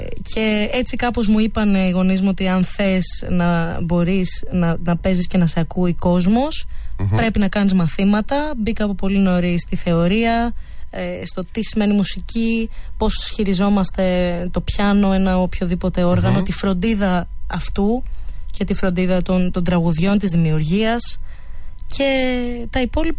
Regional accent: Chalandri, Attica, Greece; Μεγάλωσα στο Χαλάνδρι, σε ένα πολύ γλυκό και ζεστό σπίτι, με δύο υπέροχους γονείς που με έκαναν πάντα να νιώθω ίση.

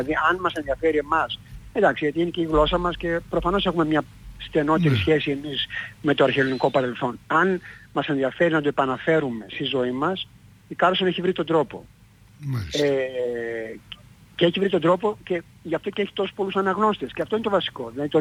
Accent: Greece

